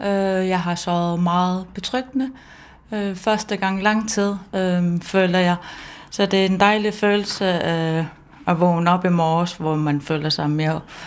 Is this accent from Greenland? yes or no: yes; Greenland; now in Esbjerg, Denmark; som grønlænder